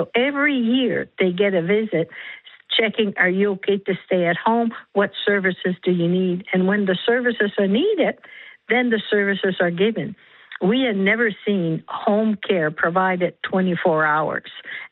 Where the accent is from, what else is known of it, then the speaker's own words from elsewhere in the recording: New Brunswick, Canada; I'm from New Brunswick